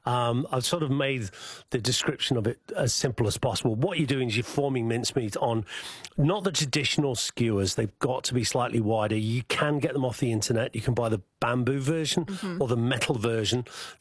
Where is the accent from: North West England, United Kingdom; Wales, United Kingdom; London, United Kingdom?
North West England, United Kingdom; accent: Scouse; There's my Scouse accent coming out.